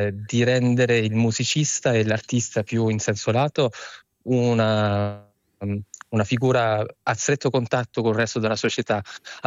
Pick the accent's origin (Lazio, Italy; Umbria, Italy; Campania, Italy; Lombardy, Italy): Umbria, Italy; Spoleto; now in Paris, France; Spoleto, che è la mia città natale, che mi fa piacere di rivedere ogni anno. Sto proprio chiamando dall'aeroporto di Parigi, perché vivo a Parigi